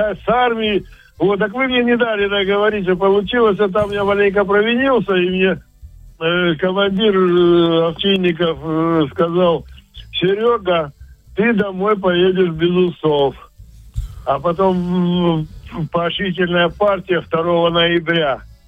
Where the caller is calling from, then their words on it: Siberia, Russia; И у нас вот 4 украинца уезжали, и я один сибиряк с ними уезжал.